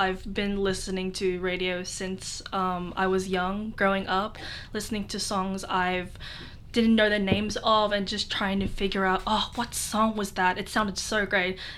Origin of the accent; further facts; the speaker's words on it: Australia; also born or lived in Bradford, England / Philippines; Technically, ethnicity-wise, I am from the Philippines, but I was born in Bradford, England, and came here and grew up in Australia since I was...